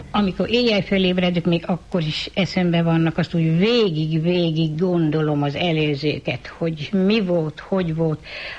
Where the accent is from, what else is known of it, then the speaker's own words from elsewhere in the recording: Csongrád-Csanád, Hungary; now in Ásotthalom, Hungary; Én tanyán születtem, tanyán laktam az életembe végig.